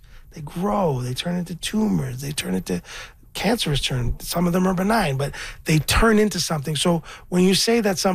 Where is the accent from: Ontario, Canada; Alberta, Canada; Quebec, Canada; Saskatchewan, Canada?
Ontario, Canada; Scarborough; I'm from Scarborough. I'm a rapper.